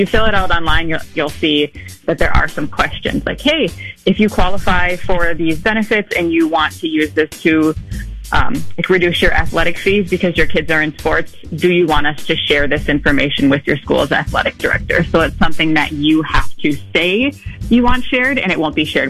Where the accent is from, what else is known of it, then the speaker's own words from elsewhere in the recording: Minneapolis, Minnesota, United States; So I'm from Minneapolis, so I'm speaking specifically for Minneapolis